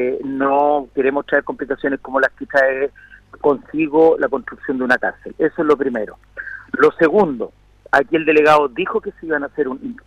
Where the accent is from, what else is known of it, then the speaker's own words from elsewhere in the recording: Los Andes Province, Valparaíso, Chile; soy el representante de Los Andes, yo soy andino neto.